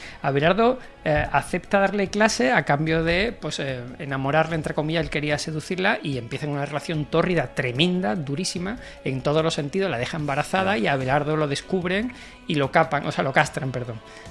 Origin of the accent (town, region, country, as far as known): Seville, Andalusia, Spain